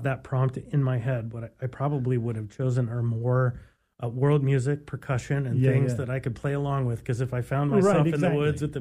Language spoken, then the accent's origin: English; Santa Maria, California, United States; moved away as an adult; also born or lived in San Luis Obispo, California; now in Alaska, United States; I was born in Santa Maria, California, and raised on the Central Coast between Santa Maria, San Luis Obispo.